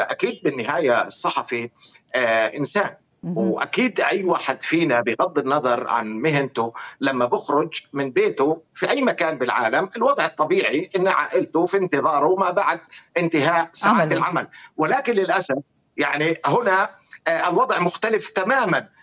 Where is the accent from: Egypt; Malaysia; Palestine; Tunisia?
Palestine; إحنا بشر كفلسطينيين